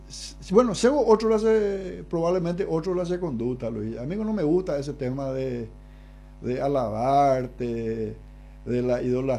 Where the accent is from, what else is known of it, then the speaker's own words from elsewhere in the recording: Paraguay; Como paraguayo te digo eso.